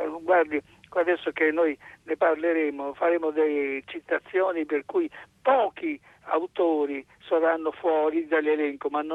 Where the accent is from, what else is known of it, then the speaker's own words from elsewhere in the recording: Milan, Lombardy, Italy; born there; also born or lived in Bologna; io venivo da Bologna e quindi sono nato a Milano